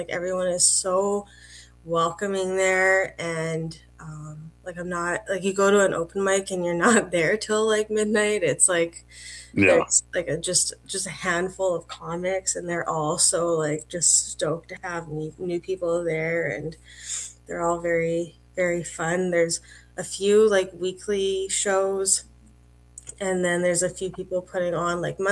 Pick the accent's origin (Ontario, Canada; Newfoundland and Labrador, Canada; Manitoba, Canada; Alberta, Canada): Alberta, Canada; Red Deer; So where I'm from originally and where I started comedy are two different places, but they actually link up eventually. So I grew up around Red Deer.